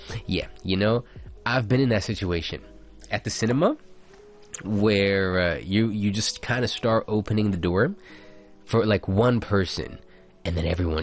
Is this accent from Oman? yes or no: yes; Oman; first language English; I'm an Omani, but I spent a lot of my life being half Omani, right? So I'm half Omani, half Filipino, and my parents didn't speak each other's languages. So my mom didn't speak Arabic and my dad didn't speak Tagalog, but they both spoke in English.